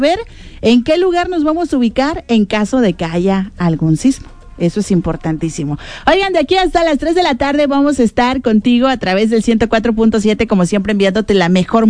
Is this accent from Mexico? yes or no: yes; Mexico; Porque somos muy mexicanos